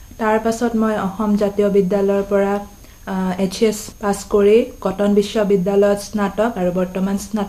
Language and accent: Assamese; Guwahati, Assam, India; মোৰ জন্ম গুৱাহাটীত হৈছে আৰু শিক্ষাও গুৱাহাটীতে।